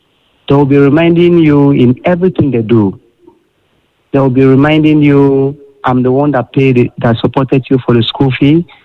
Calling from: Akure, Ondo, Nigeria; I'm calling from Akure.

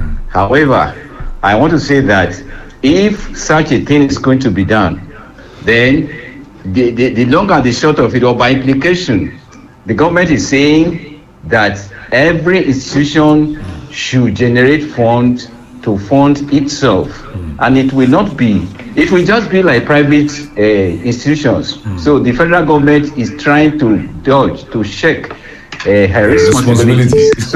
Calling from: Nigeria; I'm calling from Iwaroka.

